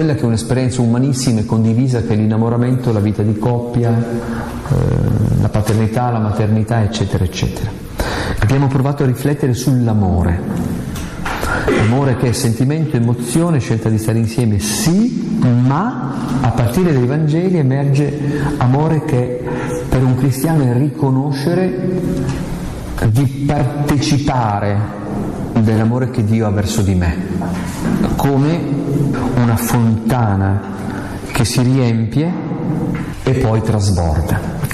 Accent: Aosta Valley, Italy; qualche giorno fa dalle mie parti, purtroppo io ero a Spoleto, si è celebrato il patrono di San Bernardo di Aosta.

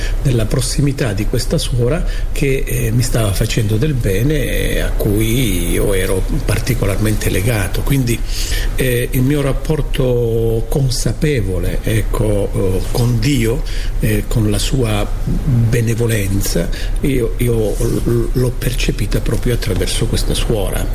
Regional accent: Isola di Capo Rizzuto, Calabria, Italy; i professionisti di Isola Caporizzuto, il mio paese natio, e tutta gente che ha frequentato i Barnabiti o i Gesuiti o i Paolini, no?

